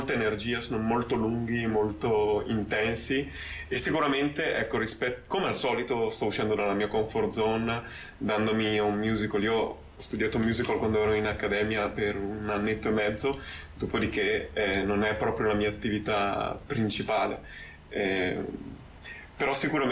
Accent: Brescia, Lombardy, Italy; io sono bresciano, quindi in città io sono a casa.

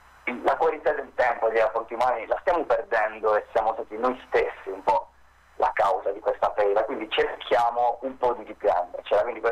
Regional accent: Sardinia, Italy; moved away as an adult; now in Turin, Italy; io vengo dalla Sardegna, in realtà sono arrivato qui per motivi di studio

